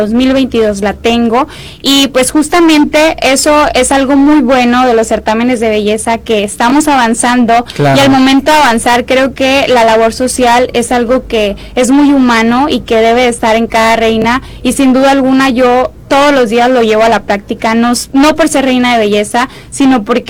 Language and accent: Spanish; Mexico; que conozcan lo que somos las mujeres mexicanas alegres, nuestra música, nuestra gastronomía